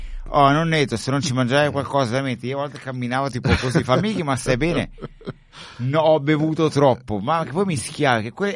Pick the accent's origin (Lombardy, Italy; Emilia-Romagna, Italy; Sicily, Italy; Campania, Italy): Emilia-Romagna, Italy; Modena; dalle nostre parti a Modena è piena di cantine...